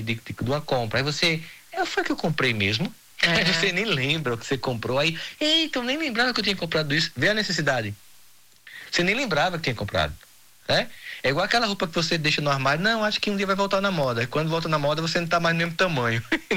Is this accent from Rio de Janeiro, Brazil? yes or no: no; Campina Grande, Paraíba, Brazil; mas eu sou de Campina Grande, porque eu sou paraibano.